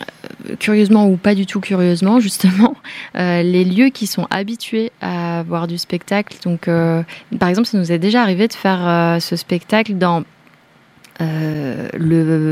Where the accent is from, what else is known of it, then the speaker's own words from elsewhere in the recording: Bourgogne-Franche-Comté, France; c'est le Haut-Jura, nous, on vient du Jura.